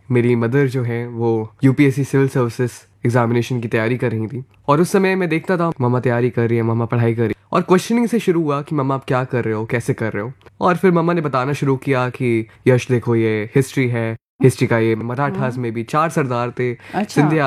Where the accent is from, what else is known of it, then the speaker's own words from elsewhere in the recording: Kanpur, Uttar Pradesh, India; और मैं कानपुर उत्तर प्रदेश का निवासी हूँ। मेरी उम्र 15 वर्ष है